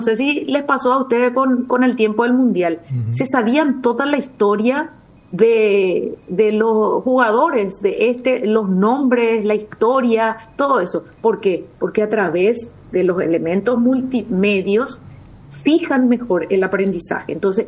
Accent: Colonia Independencia, Guairá, Paraguay; moved away; Yo vengo de la Colonia Independencia. Yo terminé el colegio en la Colonia Independencia

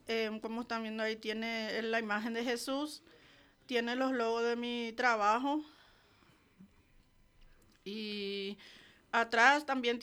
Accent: Pedro Juan Caballero, Amambay, Paraguay; Pedro Juan Caballero es lo más solidario que hay en este mundo, somos nosotros los pedrojuaninos.

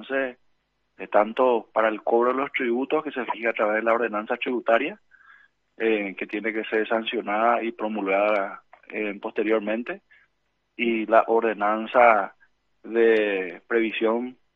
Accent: Pedro Juan Caballero, Amambay, Paraguay; como paraguayos, como pedrojuaninos

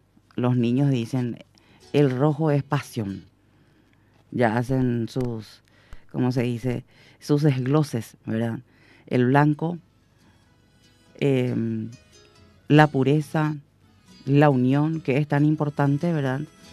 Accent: Paraguay; Tenemos que tratar siempre de hacer lo que nos corresponde como paraguayos

